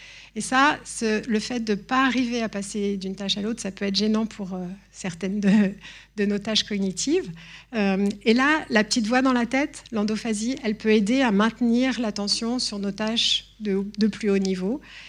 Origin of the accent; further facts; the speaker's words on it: Grenoble, Auvergne-Rhône-Alpes, France; je suis grenobloise